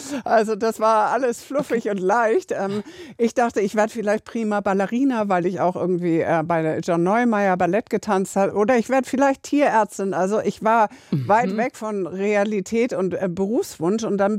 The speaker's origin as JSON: {"language": "German", "region": "Hamburg", "country": "Germany", "tie": "born or raised there", "said": "Ja, Eppendorfer Landstraße 18, Ecke Hornstraße. Da bin ich groß geworden, in einem Mehrfamilienhaus."}